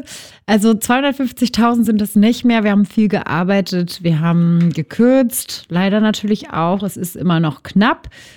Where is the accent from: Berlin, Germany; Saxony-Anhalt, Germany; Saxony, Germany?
Berlin, Germany; Ich bin selbst in Marzahn groß geworden in den 90ern.